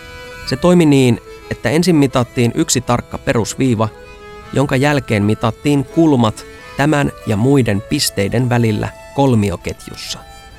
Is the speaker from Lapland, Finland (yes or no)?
yes; Kemi, Lapland, Finland; Kotikaupunkini Kemi näkyy myös kartta Marinassa.